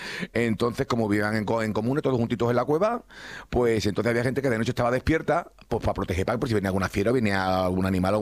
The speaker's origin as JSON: {"language": "Spanish", "town": "Torrejoncillo", "region": "Extremadura", "country": "Spain", "accent": "Extremaduran", "said": "ya que soy de Torrejoncillo, tengo una rama muy importante de portaje."}